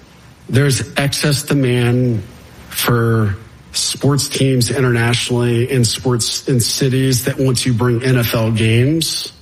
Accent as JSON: {"language": "English", "town": "Austin", "region": "Texas", "country": "United States", "tie": "born or raised there", "said": "I grew up in Austin, so we had a view, Austin, San Antonio view"}